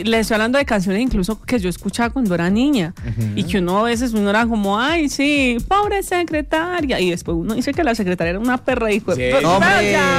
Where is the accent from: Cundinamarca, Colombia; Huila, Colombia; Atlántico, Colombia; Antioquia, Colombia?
Antioquia, Colombia; Y porque soy paisa.